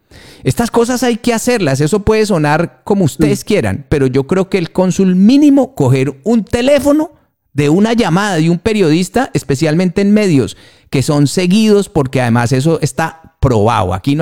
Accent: Colombia; now in Spain; Somos colombianos los que estamos metidos en esto.

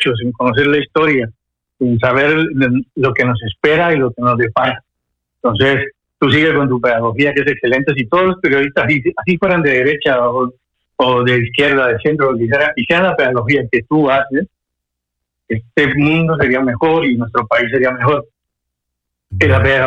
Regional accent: Colombia; moved away as an adult; now in Spain; Y además, mi profesión vengo de Colombia, yo estudié en el SENA de Colombia, luego me formé en España

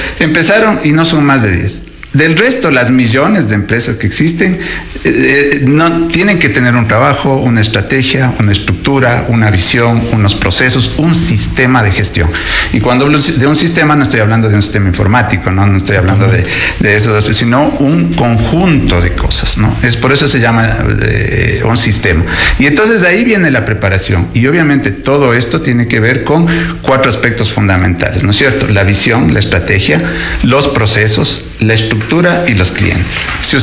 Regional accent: Ecuador; los ecuatorianos

